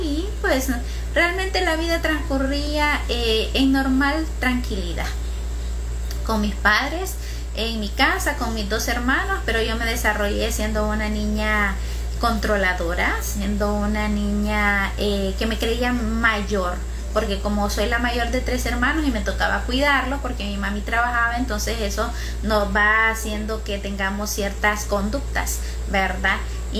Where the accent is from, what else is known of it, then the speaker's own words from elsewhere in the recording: Choluteca, Honduras; Soy de Choluteca, Choluteca.